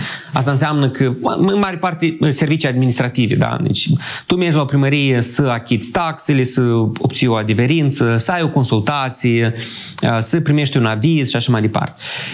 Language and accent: Romanian; Ratuș, Moldova; eu locuiesc în satul în care m-am născut și tot timpul când mă prezint și ceva, dar de unde ești, spun din Ratuș, Ratuș Târșelceni.